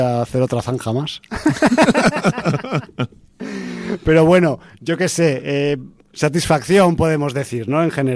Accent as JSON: {"language": "Spanish", "region": "Aragon", "country": "Spain", "said": "yo no soy hijo de la Gran Bretaña, ni lo seré nunca, porque soy hijo de Aragón."}